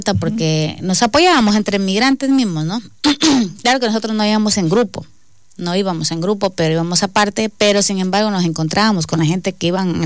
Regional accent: Ecuador; moved away as an adult; yo soy ecuatoriana

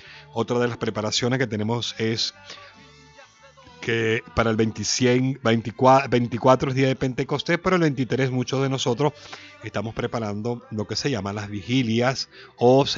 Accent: Lara, Venezuela; para que ustedes vean la idiosincrasia de nuestra hermosa tierra larense y venezolana como tal, tenemos a Nuestra Señora de Coromoto, que es la patrona que tenemos todos los venezolanos.

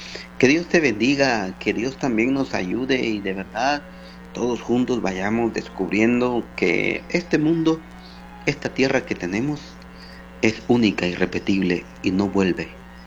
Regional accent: Guatemala

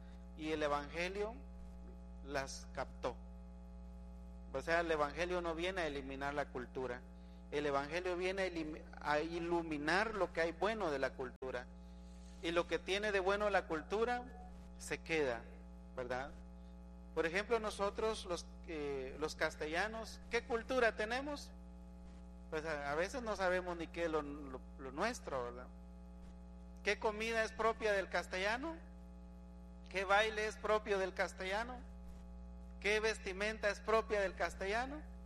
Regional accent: Guatemala; No somos españoles porque no somos europeos, pero somos guatemaltecos

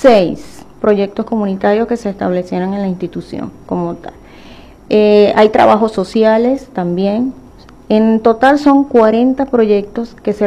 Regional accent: Venezuela; nosotros como venezolanos no conocemos nuestra cultura.

